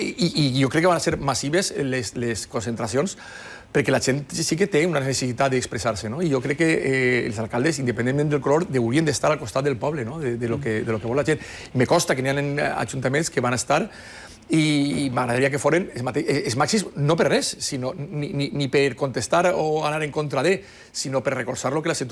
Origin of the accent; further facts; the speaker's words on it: Ceuta, Spain; per a poder expressar la seva solidaritat al meu poble de Ceuta.